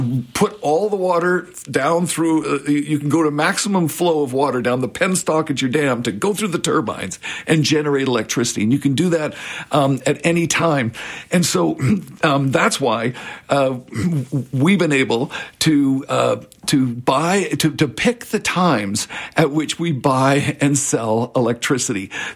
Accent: Vancouver, British Columbia, Canada; also born or lived in France; I'm from Vancouver. I did my doctorate in France. I didn't know I'd come back, but I've been a professor here for a long career.

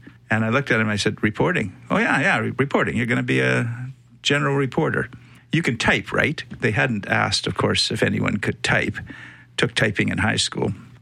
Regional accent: Saskatchewan, Canada; also born or lived in England; now in Winnipeg, Canada; I was. I was born in England a long time ago. My parents went to the States and ultimately to Saskatchewan, and that's where I grew up.

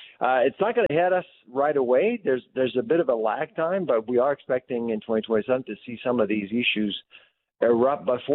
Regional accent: Halifax, Nova Scotia, Canada; I'm from Halifax

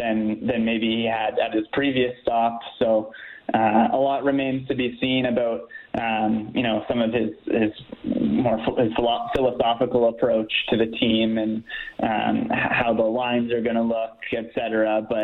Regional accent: Cambridge, Ontario, Canada; moved away as an adult; also born or lived in Ottawa; now in Edmonton, Canada; I'm from Cambridge, Ontario. That's about an hour west of Toronto.

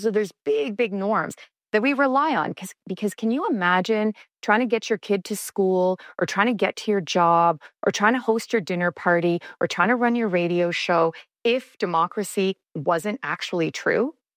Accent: Canada; I'm a Canadian, I would have never thought that that our relationship with the U.S. would become destabilized.

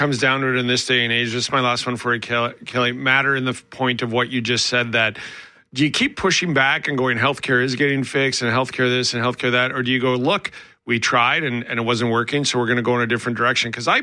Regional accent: Alberta, Canada; growing up in Alberta

